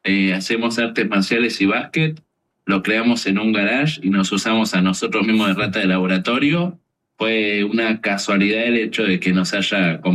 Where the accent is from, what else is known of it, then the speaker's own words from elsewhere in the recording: Mar del Plata, Buenos Aires Province, Argentina; somos dos pibes de Mar del Plata que inventaron algo en un garage